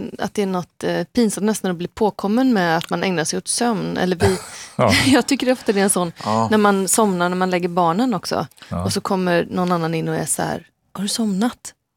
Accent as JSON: {"language": "Swedish", "town": "Gothenburg", "region": "Västra Götaland County", "country": "Sweden", "tie": "born or raised there", "said": "Jag är liksom uppvuxen här i Göteborg och spenderade somrarna ute på Hälsö, Göteborgs norra skärgård."}